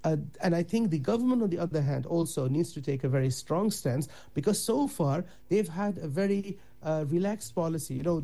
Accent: Netherlands; moved away as an adult; now in Ireland; I grew up in the Netherlands, so I came here in 2023, and I'd lived before that my life in the Netherlands, and I grew up there as a kid.

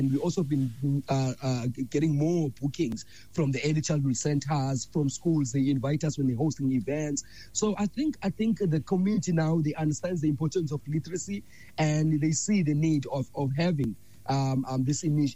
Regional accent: Vrygrond, Western Cape, South Africa; I was born and raised in Vryheid, like 15 minutes away from the Muizenberg area.

